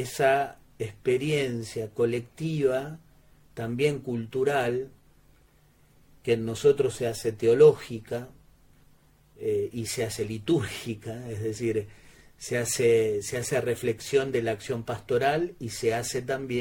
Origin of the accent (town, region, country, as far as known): Argentina